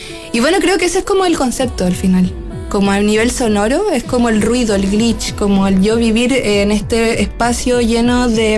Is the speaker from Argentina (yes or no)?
no; Santiago, Santiago Metropolitan Region, Chile; me crié en el aeropuerto, crié muy cerca de ahí, me crié por la ENEA, muy cerca de la ENEA, que es donde, los aviones despegan y se siente todo el ruido.